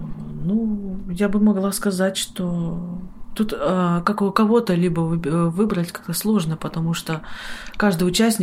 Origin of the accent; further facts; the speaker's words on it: Kursk, Kursk Oblast, Russia; Я приехала из города Героя Курск.